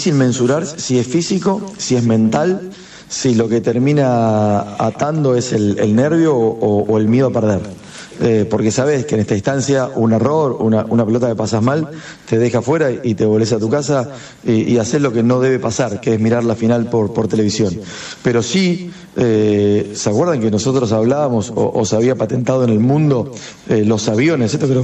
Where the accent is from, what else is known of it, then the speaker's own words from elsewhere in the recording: Argentina; somos argentinos